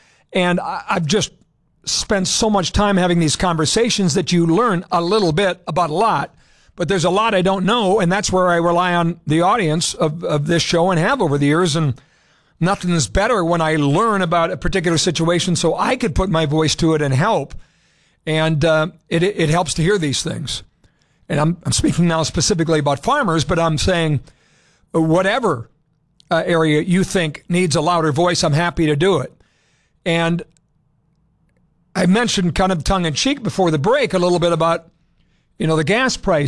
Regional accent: Montevideo, Minnesota, United States; I'm a city kid with roots in agriculture. And then growing up in Montevideo, grandparents in Canby, Minnesota, corn farmers

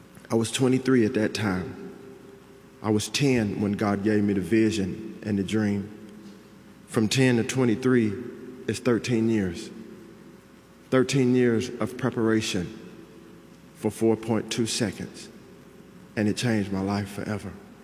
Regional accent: Texas, United States

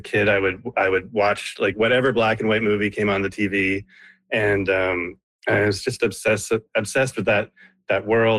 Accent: Moncton, New Brunswick, Canada; I grew up in Moncton in New Brunswick.

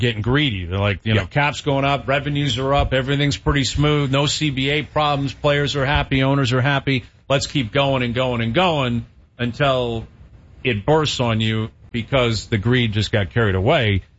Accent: Canada; I'll say this as a Canadian hockey fan

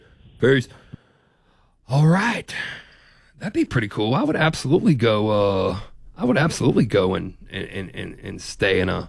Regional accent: Midwest, United States; But I'm just a Midwesterner trying to pronounce Gunnersville.

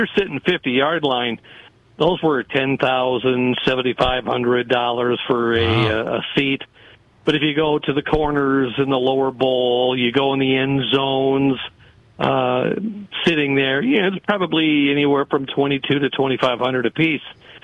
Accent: Minnesota, United States; moved away; You know, I grew up in Minnesota and was a big Vikings fan, was there in the 70s

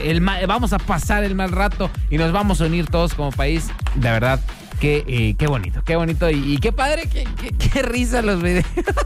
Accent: Mexico

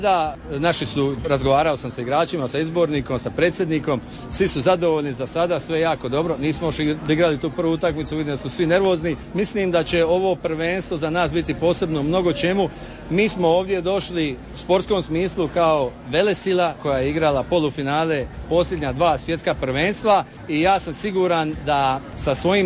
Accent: Croatia

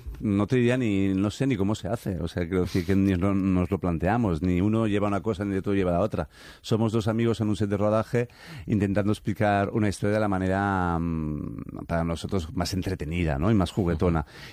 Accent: Valencian Community, Spain; Además yo que soy valenciano, imagínate, el esperpento para mí es como el pan nuestro de cada día.

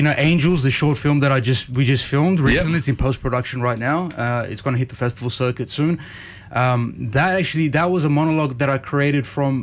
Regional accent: Ryde, New South Wales, Australia; Yeah, very proud to be Armenian. And I grew up here in Ride.

